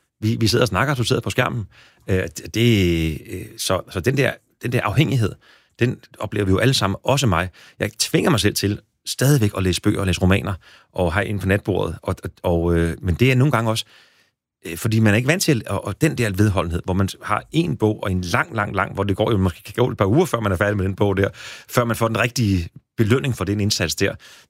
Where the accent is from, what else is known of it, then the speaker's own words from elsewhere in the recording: Næstved, Zealand, Denmark; Jamen, jeg var blevet konfirmeret, købte jeg et brugt stereoanlæg der hjemme på Kildemarks fra i Næstved.